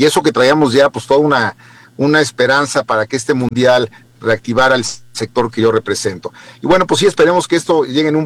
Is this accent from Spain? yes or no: no; Mexico; vamos avanzando bien como todo, y como buenos mexicanos todo lo dejamos hasta el último.